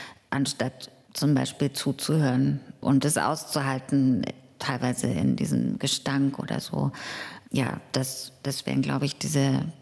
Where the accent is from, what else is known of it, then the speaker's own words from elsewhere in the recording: Germany; Also ich bin in einem Land, in der DDR aufgewachsen, die hatte nicht nur Vorteile